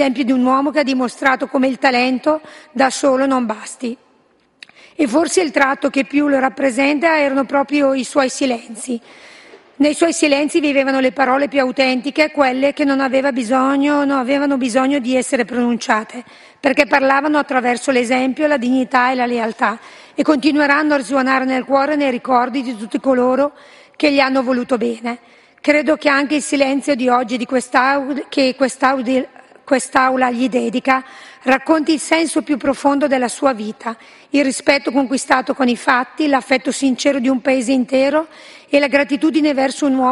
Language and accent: Italian; Brescia, Lombardy, Italy